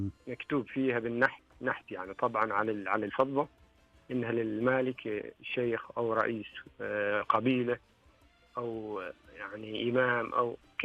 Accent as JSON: {"language": "Arabic", "country": "Oman", "said": "احنا عندنا في عمان"}